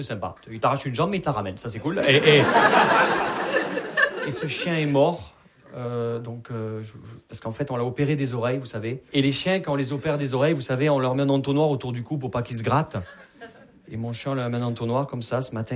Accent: Perpignan, Occitanie, France; Vous l'entendez à mon accent, je viens pas de Paris. Je viens de Perpignan.

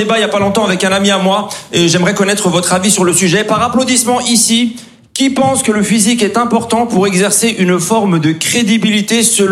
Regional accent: Grand Est, France; Et les amis, j'ai grandi en Alsace avec la forte présence de la communauté turque.

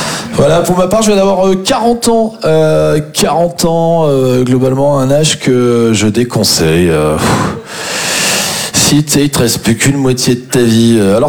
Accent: Champagnole, Bourgogne-Franche-Comté, France; Non, je suis originaire d'une petite commune qui s'appelle Champagnole.

